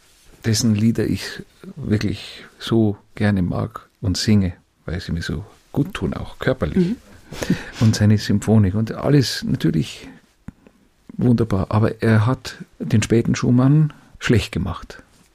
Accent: Bavaria, Germany; wir würden als Bayer sagen, eine Verhunakelung.

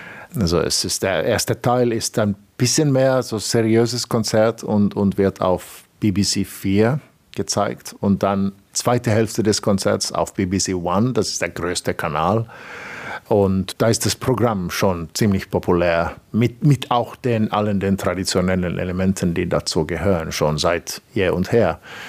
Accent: Finland; German is a second language; moved away as an adult; now in England, United Kingdom; für mich als Finne

